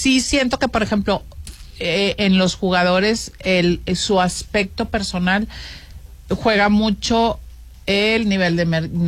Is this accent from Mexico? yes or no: yes; Mexico; la economía de nosotros como mexicanos